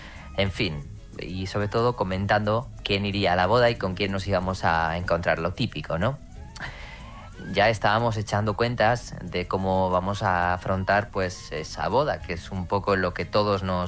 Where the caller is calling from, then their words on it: Salamanca, Castile and León, Spain; Nosotros somos de Salamanca y la boda es en Madrid